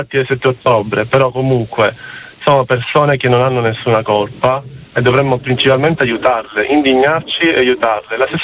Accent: Monza, Lombardy, Italy; accent: Sicilian; Anch'io sono di Monza, anche se non ho quell'accento lì

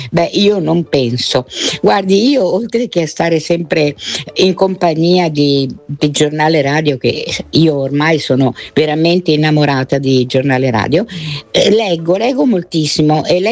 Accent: Veneto, Italy; noi altri siamo veneti, se la Repubblica Veneziana è durata 1100 anni, ma ci sarà un motivo, no?

